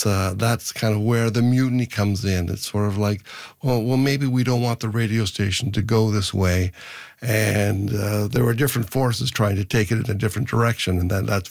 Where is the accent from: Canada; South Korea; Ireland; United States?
Canada; Ontario; also born or lived in Kingston, Canada; And so anyway, so I was born in Kingston, Ontario, but as we moved around, my father worked for a large company called DuPont, and as he sort of worked his way up the ranks, we eventually got moved to the Toronto area